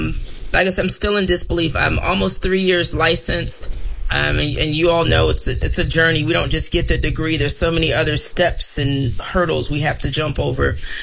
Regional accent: Virginia, United States; born there; And even as it, like, I'm a, like I said, military brat. I was born here in Virginia, didn't grow up here. So I'm used to going wherever I'm assigned.

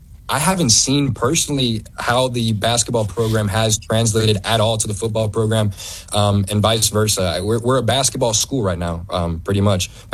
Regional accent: Florida, United States; now in Arkansas, United States; So I'm a junior here at the University of Arkansas. I'm from Florida originally, so I'm still more or less learning all the culture and all the ropes of Arkansas sports.

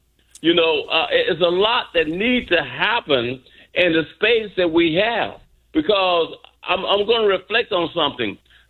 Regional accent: Pascagoula, Mississippi, United States; born there; moved away; being that I grew up somewhat in Mississippi, I know a lot about Mississippi. I was born in the Pascagoula area

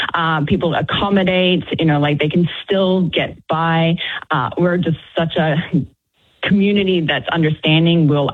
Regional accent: Australia; I'm originally actually from Australia.

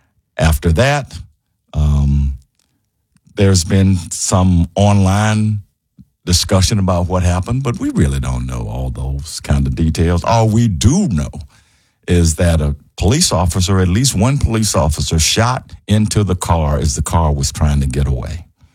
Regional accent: Como, Mississippi, United States; moved away; I'll be in my hometown of Como, Mississippi

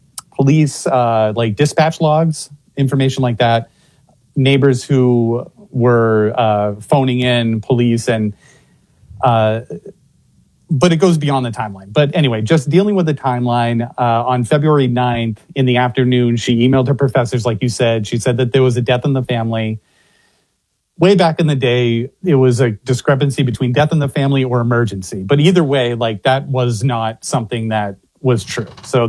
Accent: New Hampshire, United States; born there; now in Massachusetts, United States; I was born in New Hampshire. I'm familiar with the White Mountains.

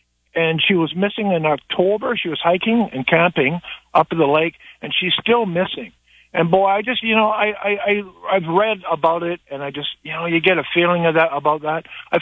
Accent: British Columbia, Canada; moved away; I'm in Alberta now, but I was born and raised in Vancouver Island, and had an encounter with my native buddy.

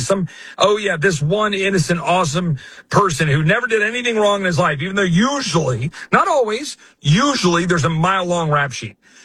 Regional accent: United States; I believe that as a Christian. I believe that as an American. I believe that as a conservative.

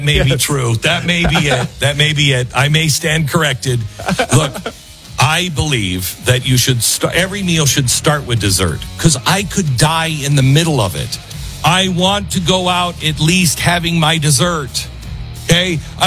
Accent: Seattle, Washington, United States; moved away; I moved from the West Coast, Seattle, where we had pineapple pizza all the time, Hawaiian pizzas. And that was part of my life growing up, Hawaiian pizza.

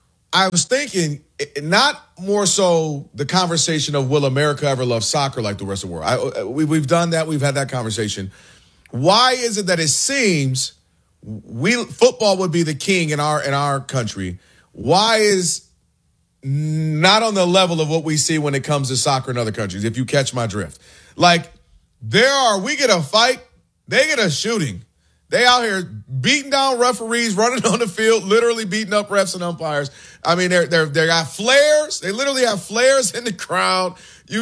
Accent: Ann Arbor, Michigan, United States; What I mean is, so I'm from Ann Arbor, outside of Detroit.

